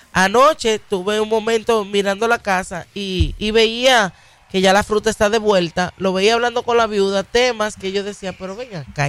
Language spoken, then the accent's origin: Spanish; Dominican Republic; now in United States; desde aquí, desde Estados Unidos y siendo dominicana